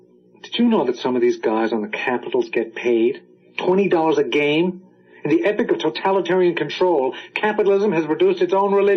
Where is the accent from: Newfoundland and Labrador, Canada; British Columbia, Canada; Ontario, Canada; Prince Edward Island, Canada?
Newfoundland and Labrador, Canada; St. John's; born there; I was born in St. John's in 1949. Middle-class parents living in a bourgeois dream fantasy. My father was a shoe salesman at Parker and Monroe's.